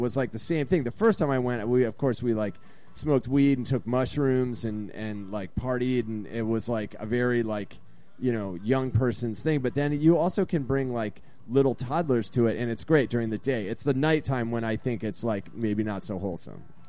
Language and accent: English; East Coast, United States; moved away as an adult; now in Portland, United States; I was from the East Coast, and we were spending the summer out in the Pacific Northwest